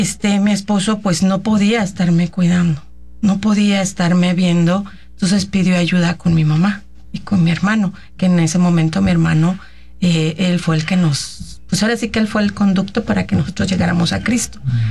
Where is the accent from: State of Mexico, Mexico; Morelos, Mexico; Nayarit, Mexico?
Morelos, Mexico; moved away as an adult; Bueno, yo soy de Morelos, nacida en Morelos y allá es donde yo nací, donde yo me crié.